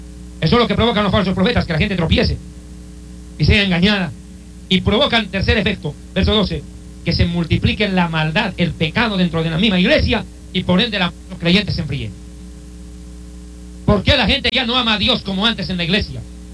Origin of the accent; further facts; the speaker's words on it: Bolivia; en Cochabamba, Bolivia, en mi país.